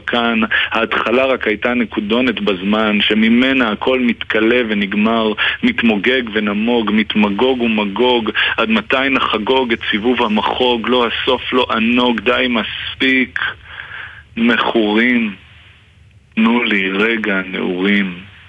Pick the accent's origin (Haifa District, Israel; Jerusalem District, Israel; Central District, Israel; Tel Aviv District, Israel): Jerusalem District, Israel; Jerusalem; לא, אני גדלתי בירושלים, ירושלים, כל הזמן, רגע לפני גאולה, אנחנו ממש מתורגלים בתחושה הזאת